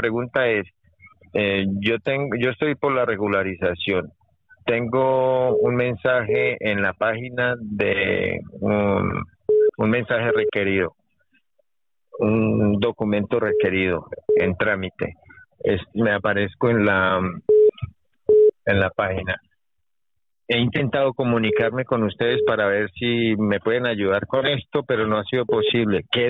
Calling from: Madrid, Community of Madrid, Spain; De Madrid

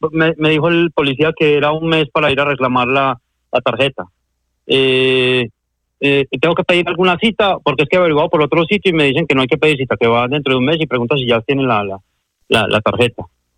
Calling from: Parla, Community of Madrid, Spain; Me comunico desde Parla.

